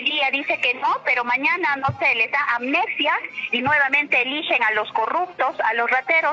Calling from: Cusco, Peru; en mi pueblo, en Quiabamba

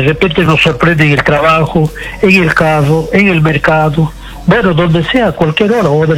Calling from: Lima, Peru; yo lo estoy llamando desde Caraballo.

